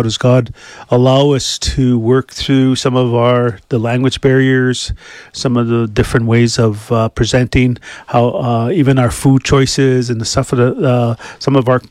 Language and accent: English; Saskatchewan, Canada; I come from Bipixi's First Nation.